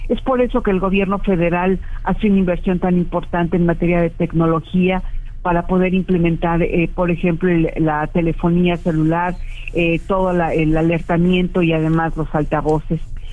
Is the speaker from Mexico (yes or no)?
yes; Mexico